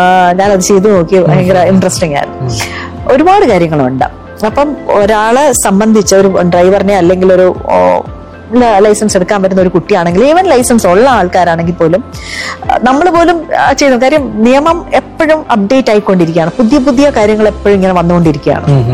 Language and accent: Malayalam; Kerala, India